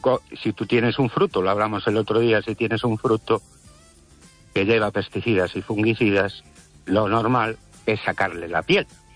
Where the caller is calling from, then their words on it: Ourense, Galicia, Spain; de Orense.